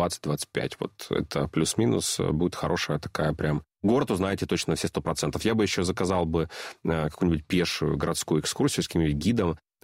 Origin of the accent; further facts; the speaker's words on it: Saint Petersburg, Russia; now in Moscow, Russia; А он бывший мой, я уже москвич.